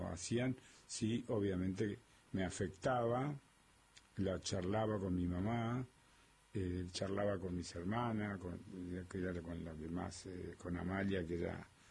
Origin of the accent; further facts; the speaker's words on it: Tostado, Santa Fe, Argentina; also born or lived in Santo Tomé, Santa Fe / Villa Carlos Paz, Córdoba; Primero yo nací en Tostado, de Tostado nos fuimos a Santo Tomé, Santa Fe.